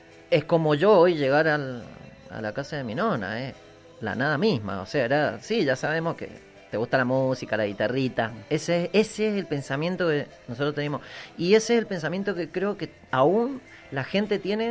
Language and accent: Spanish; General Las Heras, Buenos Aires Province, Argentina; yo en Las Heras, uh-huh. de donde soy